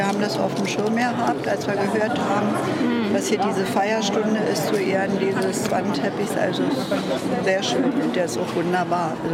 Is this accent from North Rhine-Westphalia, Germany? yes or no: no; Brandenburg, Germany; Nee, wir sind Brandenburger.